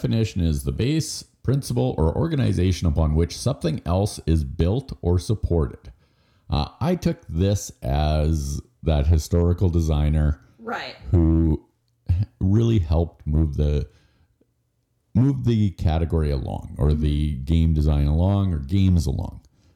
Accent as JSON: {"language": "English", "country": "Canada", "said": "being Canadian, it doesn't really mean anything to me."}